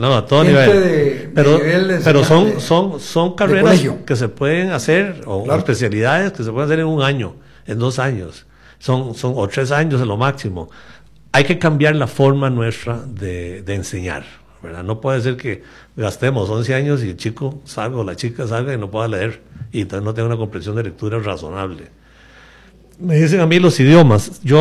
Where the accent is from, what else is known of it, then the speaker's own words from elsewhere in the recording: Costa Rica; ¿En qué estamos nosotros los costarricenses?